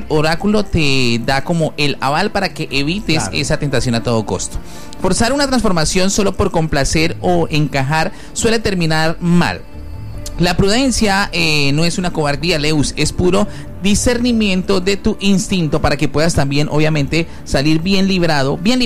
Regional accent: Subachoque, Cundinamarca, Colombia; moved away; Porque eso es lo que abunda en Sobachocha, en mi tierra abunda la gente hipócrita.

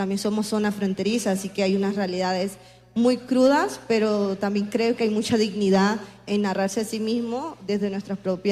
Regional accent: La Guajira, Colombia; nosotros venimos de La Guajira

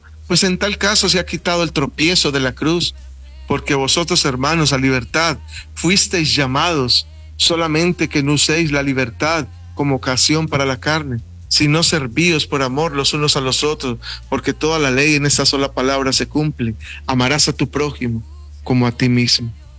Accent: Colombia; como colombianos tenemos el derecho de ir y la obligación de ir a votar.

